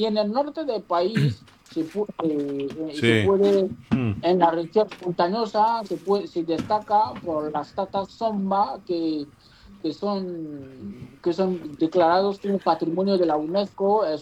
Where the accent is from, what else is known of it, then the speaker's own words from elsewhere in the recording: Benin; Spanish is a second language; Yo soy originario de Benín. Aquí en Benín se enseña el idioma español.